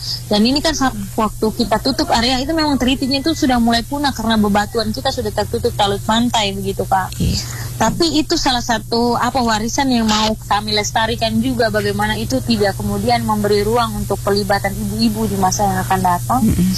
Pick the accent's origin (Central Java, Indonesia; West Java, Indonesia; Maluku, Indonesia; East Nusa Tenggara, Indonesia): East Nusa Tenggara, Indonesia; Larantuka; di desa kami, di kelurahan kami di Larantuka